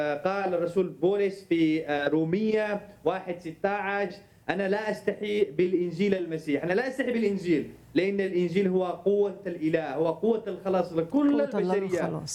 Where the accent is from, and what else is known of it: Yemen